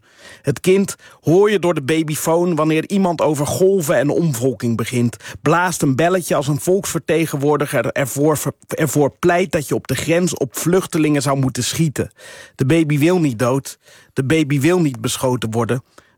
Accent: Netherlands; Ik voel mij als Nederlander aangekeken

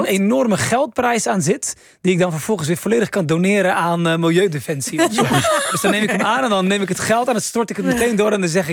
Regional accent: Rotterdam, South Holland, Netherlands; Ik kom uit... Blijswijk, eigenlijk Rotterdam. Ja. Ik kom uit Rotterdam

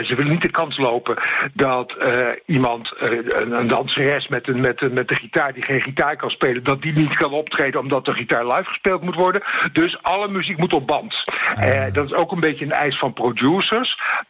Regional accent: Netherlands

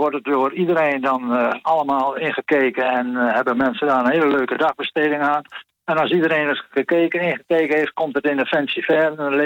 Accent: Friesland, Netherlands; born there; als Fries van geboorte

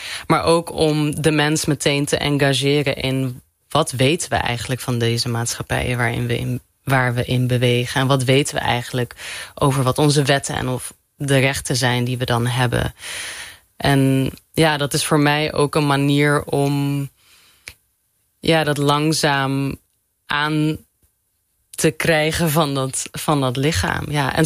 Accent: Morocco; ik heb een hele Marokkaanse opvoeding gehad. Ik ben voor een groot deel ook door mijn grootmoeder opgevoed. En ik kom uit Marokko en het is een islamitisch land

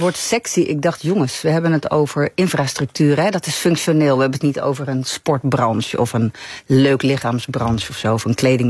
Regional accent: Amsterdam, North Holland, Netherlands; Ik kom uit Amsterdam en ik ben hier naartoe gereden.

